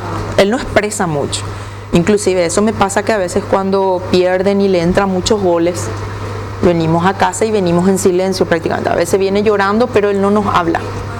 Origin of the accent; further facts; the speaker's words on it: Mariano Roque Alonso, Central, Paraguay; nosotros somos de Mariano Roca Alonso